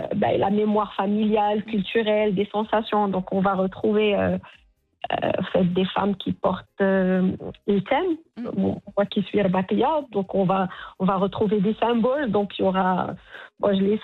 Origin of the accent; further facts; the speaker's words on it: Morocco; son choix était d'exposer deux artistes qu'elle représente, moi en tant que marocaine et lui français.